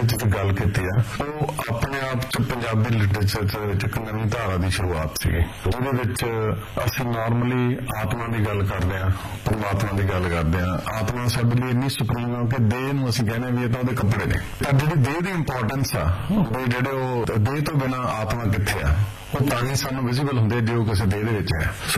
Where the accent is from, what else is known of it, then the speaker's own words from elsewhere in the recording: Jagraon, Punjab, India; ਮੇਰਾ ਪਿਛੋਕੜ ਪਿੰਡ ਹੈ ਜਗਰਾਓ ਟਾਊਨਸ਼ਿਪ ਦੇ ਵਿੱਚ, ਅਗਵਾੜ ਪਾਉਣਾ ਜਿੱਥੇ ਮੇਰੇ ਦਾਦਕੇ ਨੇ